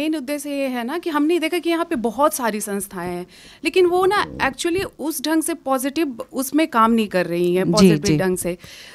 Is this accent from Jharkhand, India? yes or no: yes; Jamshedpur, Jharkhand, India; moved away as an adult; मैं जमशेदपुर से, वहाँ भी हम अगल बगल से ही।